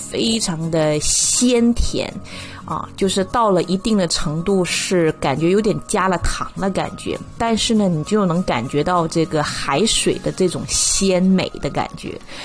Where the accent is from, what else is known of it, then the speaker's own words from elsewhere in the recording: Guangdong, China; now in North America; 我们广东人喜欢用这个炒锅，我们也很注重这个锅气，所以我们在这个北美生活的时候呢，就特别的纠结啊